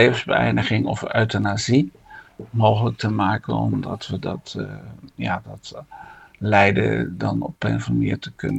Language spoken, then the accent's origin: Dutch; Netherlands